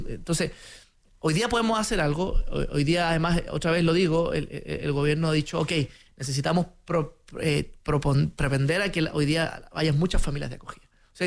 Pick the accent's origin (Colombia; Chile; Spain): Chile; nuestra identidad como chilenos